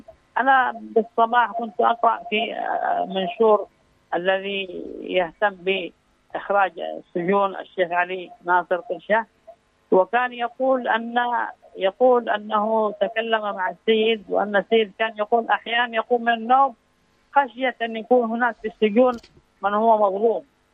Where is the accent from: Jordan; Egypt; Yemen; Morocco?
Yemen; وهكذا عندنا في اليمن.